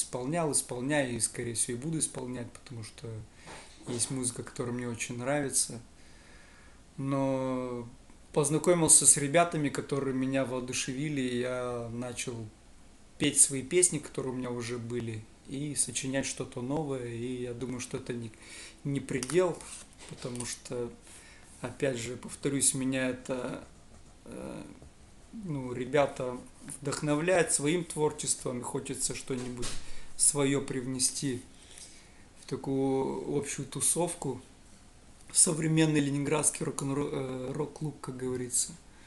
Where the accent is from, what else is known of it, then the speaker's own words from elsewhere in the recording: Transnistria, Moldova; moved away as an adult; now in Saint Petersburg, Russia; Родом я из Молдавской Советской Социалистической Республики, которая уже давным-давно нет, как и Советского Союза, вырос в Приднестровье. Вот сюда переехал лет 5 назад.